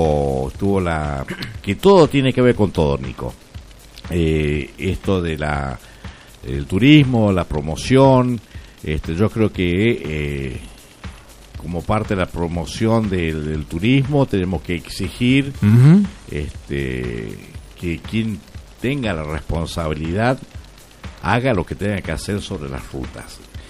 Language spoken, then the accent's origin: Spanish; Argentina